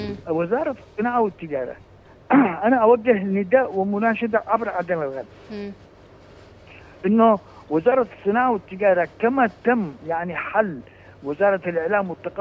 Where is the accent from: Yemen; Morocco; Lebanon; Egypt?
Yemen; عندنا في اليمن